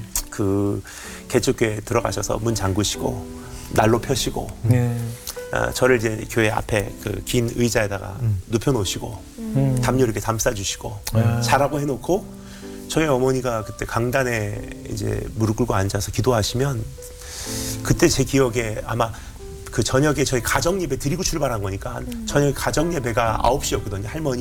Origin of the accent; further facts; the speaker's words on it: Japan; 제가 이제 일본에서 자랐잖아요.